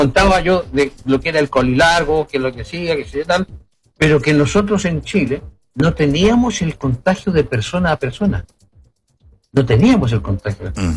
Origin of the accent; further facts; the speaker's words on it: Spain; digo yo como español